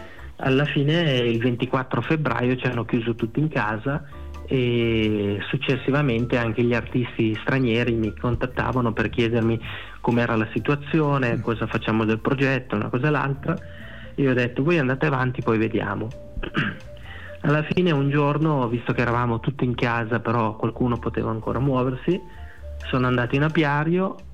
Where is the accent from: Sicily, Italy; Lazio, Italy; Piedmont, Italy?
Piedmont, Italy; Omegna; Lui è di Omegna, anch'io sono di Omegna